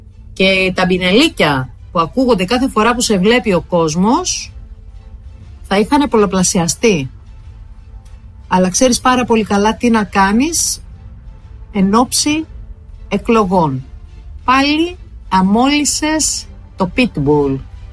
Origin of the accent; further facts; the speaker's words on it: Heraklion, Crete, Greece; Στο Ηράκλειο επίσης, στην πόλη μου, μία μαθήτρια δέχτηκε απειλές και εκφοβισμό από συμμαθητές της